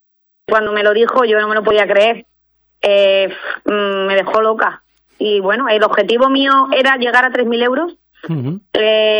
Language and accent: Spanish; Lantejuela, Andalusia, Spain; born there; un niño de mi pueblo, que yo soy de Lantejuela en realidad